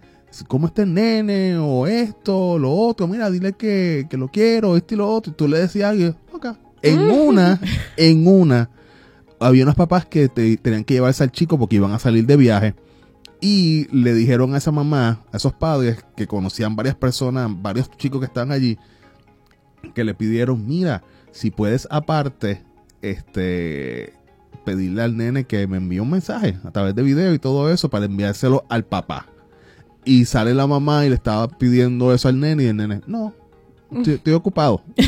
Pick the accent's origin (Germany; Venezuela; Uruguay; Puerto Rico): Puerto Rico; si algo nos distinguía a nosotros como puertorriqueños, era la familiaridad, la camaradería